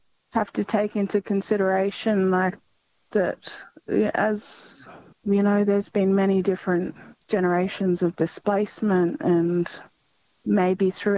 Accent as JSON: {"language": "English", "region": "Northern Territory", "country": "Australia", "said": "I'm originally not from WA. I'm from Northeast Arnhem Land myself."}